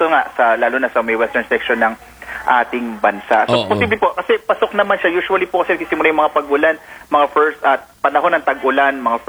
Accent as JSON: {"language": "Tagalog", "region": "Central Luzon", "country": "Philippines", "said": "po sa amin sa Bataan."}